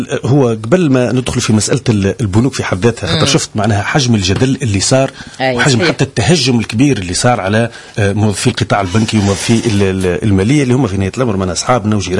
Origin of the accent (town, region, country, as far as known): Tunisia